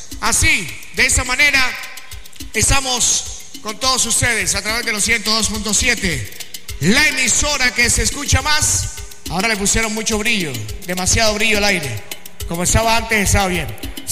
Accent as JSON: {"language": "Spanish", "town": "Barrancabermeja", "region": "Santander", "country": "Colombia", "said": "lo importante es que tengamos esa unión como barranqueños, como colombianos"}